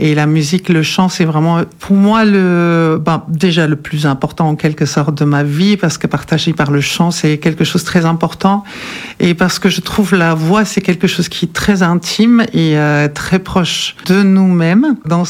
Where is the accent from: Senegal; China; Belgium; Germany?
Germany; French is a second language; now in France; voilà, je suis allemande, comme vous pouvez peut-être déjà savoir à rapport de mon nom. Ça fait 20 ans maintenant que je vis en Dordogne